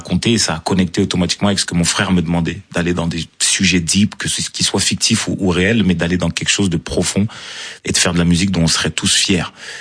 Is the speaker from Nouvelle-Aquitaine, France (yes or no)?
no; Marseille, Provence-Alpes-Côte d'Azur, France; born there; Moi, je suis né quand même en 1996, je suis né à Marseille, donc ils arrivent à Paris, à Marseille, je crois